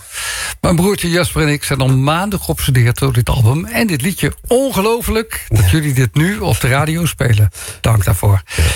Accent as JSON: {"language": "Dutch", "country": "Netherlands", "said": "Ja, we komen uit de Netherlands en we zijn tourists."}